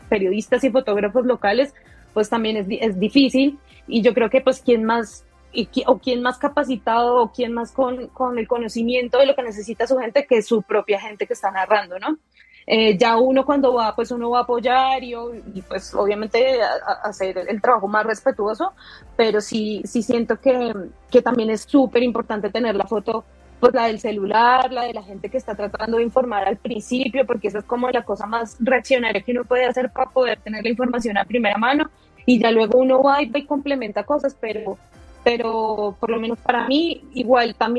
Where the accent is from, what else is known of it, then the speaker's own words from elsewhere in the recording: Bogotá, Colombia; yo, por lo menos yo soy de Bogotá